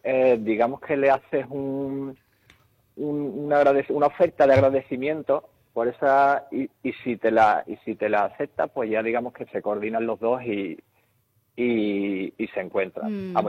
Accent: Chipiona, Andalusia, Spain; Aunque tengo que decir que yo soy de Cádiz, soy de Chipiona, pero bueno, ya soy.

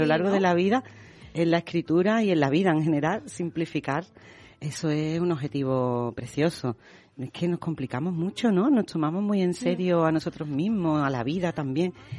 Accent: Utrera, Andalusia, Spain; en mi infancia, que vengo de Utrera, del polígono del Tinte, con los flamencos

